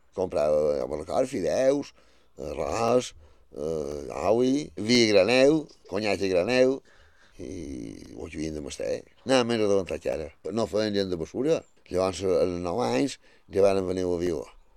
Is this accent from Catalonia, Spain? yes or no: no; Balearic Islands, Spain; born there; Bueno, vaig néixer fora jo, a Sant Triau, en el barri de Sant Maixida.